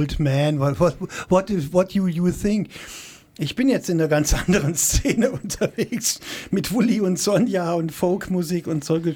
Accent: Krefeld, North Rhine-Westphalia, Germany; now in Nuremberg, Germany; Ja, ich komme aus Krefeld, bin aber seit 50 Jahren fast in Nürnberg.

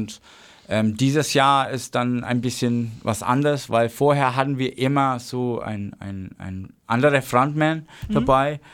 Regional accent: Australia; German is a second language; Und ja, ich bin Australier und so australische Hip-Hop gefällt mir auch.

